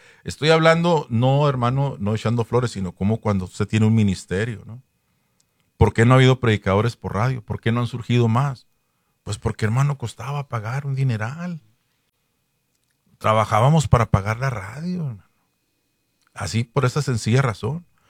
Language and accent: Spanish; Ciudad Juárez, Chihuahua, Mexico; Tú ni siquiera eres de Chihuahua, le dije. Ni siquiera menos de Juárez, le dije. Y yo que soy de Juárez, ¿me quieres prohibir entrar a Juárez nomás?